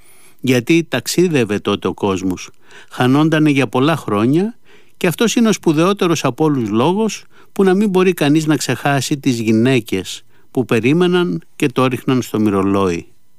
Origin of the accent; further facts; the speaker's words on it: Epirus, Greece; Εκείνη τη στιγμή όλη η Ήπειρος είναι πάνω μου.